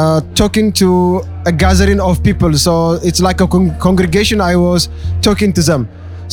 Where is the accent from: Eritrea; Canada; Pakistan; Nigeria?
Eritrea; now in Germany; Originally, I'm from Eritrea, but I reside in Germany. So I come from Germany